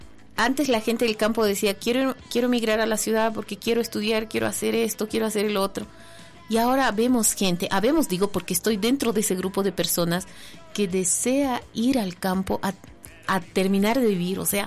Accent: Bolivia; solo somos uno más, un boliviano más

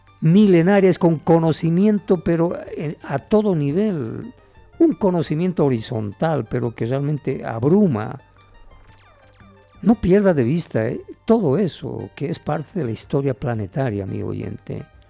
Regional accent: Bolivia; como bolivianos también hemos sido llamados en su momento a un contacto con esos seres

